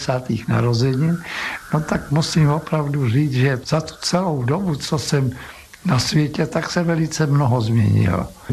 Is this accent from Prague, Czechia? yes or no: yes; Prague, Czechia; born there; kde jsme bydleli tam, kde dneska končí tunel letenský a tam končila taky Praha.